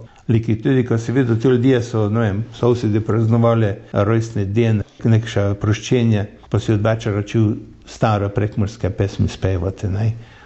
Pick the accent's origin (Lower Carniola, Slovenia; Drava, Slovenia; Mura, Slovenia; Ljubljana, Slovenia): Mura, Slovenia; Renkovci; born there; now in Beltinci, Slovenia; Za Beltinčara, ne vem, če si že lejko razglasim, če gledi, že 30 leti živim, ovak sem jaz, rojen je Renkovčar